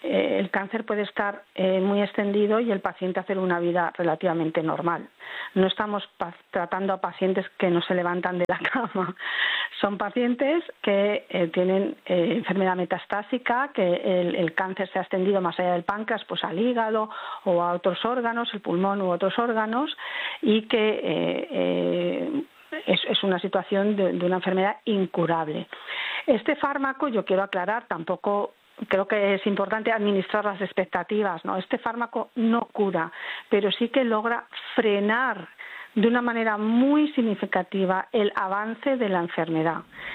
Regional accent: Spain; yo soy de España, vivo en Madrid

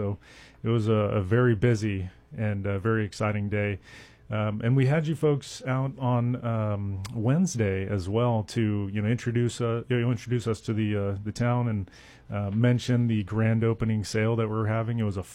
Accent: Roseville, California, United States; Well, I'm from Roseville. I live out there with my wife and two kids.

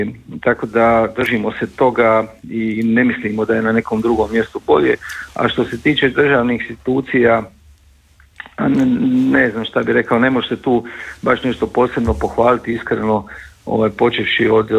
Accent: Makarska, Split-Dalmatia County, Croatia; kod nas u Makarskoj

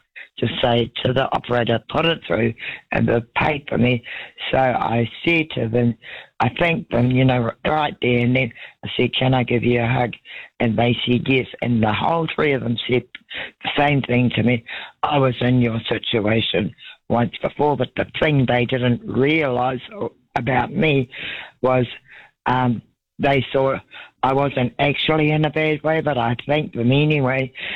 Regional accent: Gisborne, New Zealand; also born or lived in East Coast; now in Lower Hutt, New Zealand; when I was a young child growing up in Gisborne, we moved from the coast

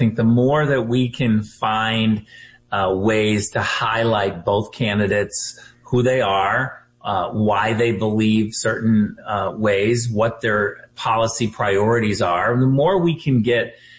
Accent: Michigan, United States; I was born in Michigan. I graduated from high school in Michigan. I know Michigan.

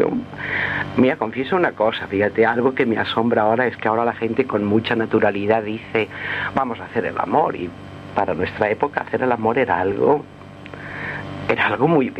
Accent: Alcoy, Valencian Community, Spain; de pequeña aquí en Alcoy no lo recuerdo tampoco, esas grandes nevadas como para eso.

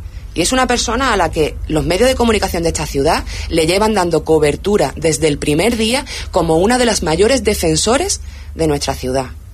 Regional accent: Ceuta, Spain; nuestra ciudad

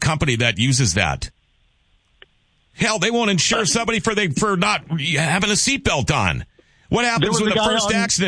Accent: Minnesota, United States; you know, I'm a Minnesotan. You guys, I think, all know that. You know what I think of my government in Minnesota.

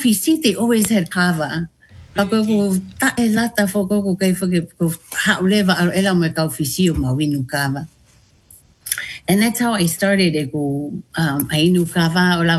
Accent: Tonga; I always love to share with my soldiers like oh I'm from Tonga

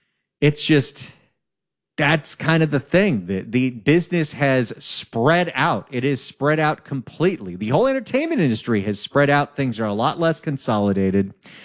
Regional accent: California, United States; I'm born and raised in California. I was 9 when the Northridge earthquake happened.

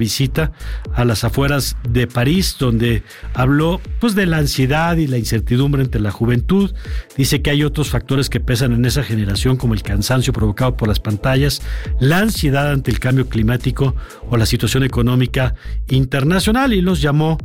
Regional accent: Mexico

